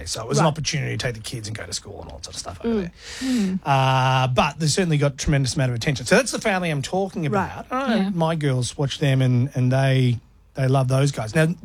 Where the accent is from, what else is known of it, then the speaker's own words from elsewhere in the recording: Australia; They might recognise we're from Australia